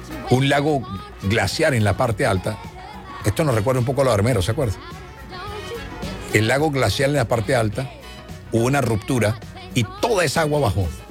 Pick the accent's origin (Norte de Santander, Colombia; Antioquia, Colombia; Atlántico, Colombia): Atlántico, Colombia; Barranquilla; Como yo soy de Barrio Bajo, ustedes entenderán que el Tomás Arrieta era parte de mi escenografía, de la niñez.